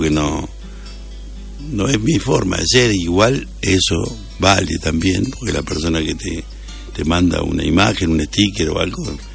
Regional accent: Argentina; los argentinos somos así.

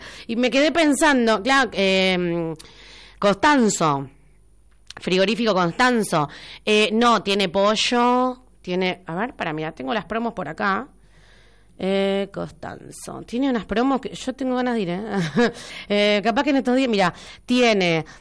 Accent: Luján, Buenos Aires Province, Argentina; como lujanense, como nacida y criada en esta ciudad

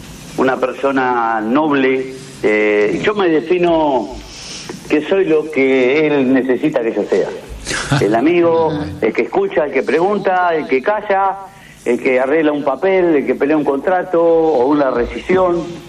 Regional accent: Argentina; viste como somos los argentinos

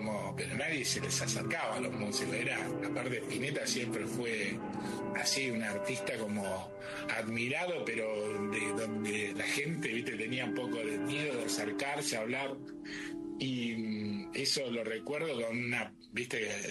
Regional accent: Caseros, Buenos Aires Province, Argentina; Yo nací en Caseros, soy del conurbano, así que, pero este Tapial es un poco más adentro, un conurbano más profundo que el lugar donde yo vivía.

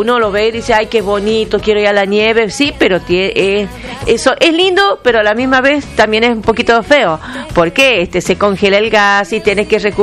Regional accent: Tucumán, Argentina; Yo soy tucumana

